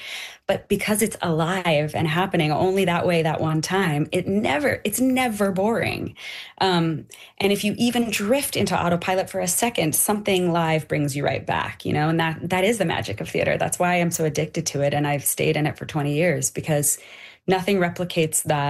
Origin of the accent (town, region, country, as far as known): Canada